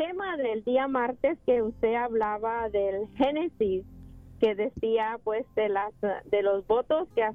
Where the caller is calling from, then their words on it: Moreno Valley, California, United States; yo vivo en Moreno Valley